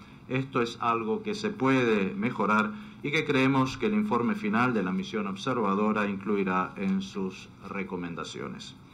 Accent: Croatia; Yo vengo de Croacia.

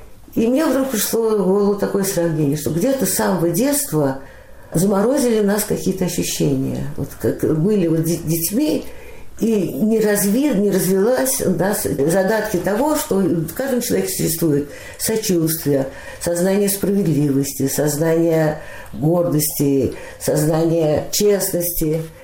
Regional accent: Moscow, Russia; moved away as an adult; В 43-м году я родилась, и так в Москве и осталась.

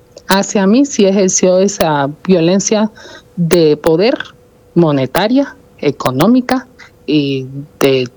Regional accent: Cuba; moved away; Yo soy de origen cubano.

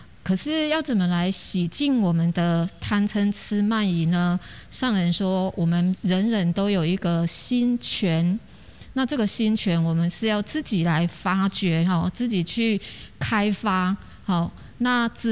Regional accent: Taiwan; 所以我们生在台湾真的是很有福

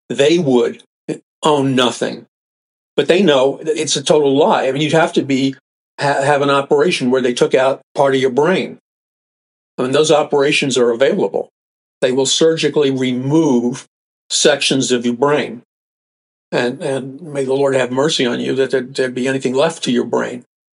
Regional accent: New York City, New York, United States; I remember growing up in New York City, people talk very straight, very, a lot of people are turned off, but you know, I can't do anything about that. That's where I was raised.

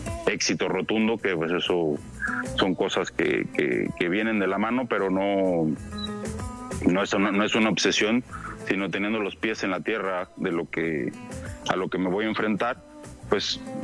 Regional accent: San Luis Potosí, Mexico

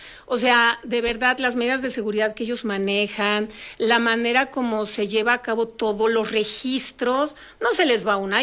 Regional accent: Mexico; a mí como mexicana me llena de orgullo, ¿no?

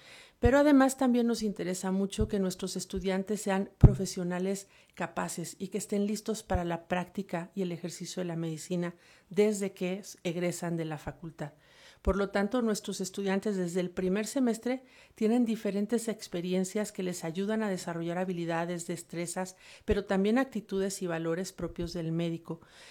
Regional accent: Mexico

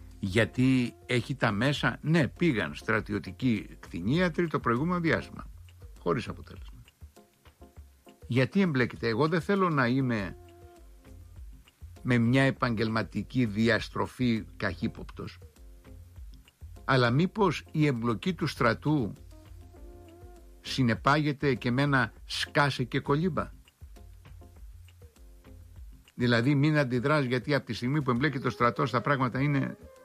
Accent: Crete, Greece; Μάλιστα πήγε χθες στην Πατρώα μας γη, κοντοχωριανή μας το Ανδρουλάκη, 4-5 χιλιόμετρα το χωριό του από το χωριό μου

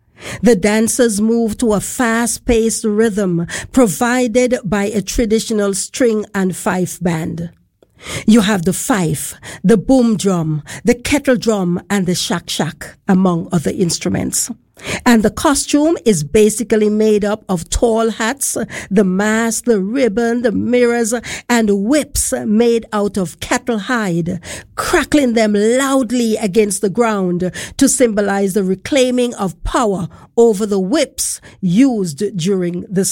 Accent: Harris, Montserrat; I'm telling you, growing up in Harris's during Christmas, the masquerades used to go from house to house, performing in the yards

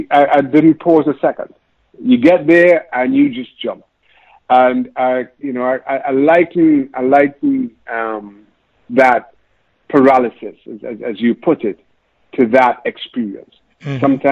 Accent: Diego Martin, Trinidad & Tobago; growing up in Trinidad, grew up in the Northwest, town called Diego Martin

